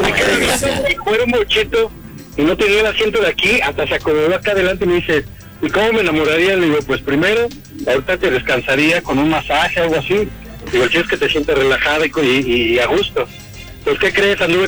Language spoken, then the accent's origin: Spanish; Coyoacán, Mexico City, Mexico; now in León, Mexico; Ok, estoy en León, pero soy de Coyoacán, ¿ok?